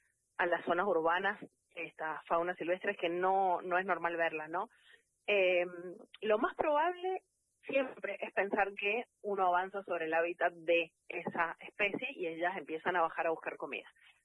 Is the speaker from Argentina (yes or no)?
yes; San Juan, Argentina; Yo soy de San Juan capital, pero mi mamá es hachallera